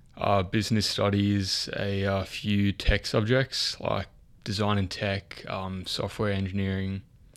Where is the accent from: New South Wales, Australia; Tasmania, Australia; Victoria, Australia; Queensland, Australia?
New South Wales, Australia; Sydney; I'm from Maroubra.